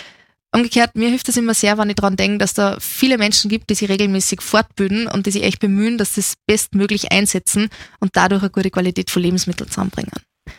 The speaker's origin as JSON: {"language": "German", "country": "Austria", "said": "Bei uns in Österreich ist seit jeher die Sikkation verboten."}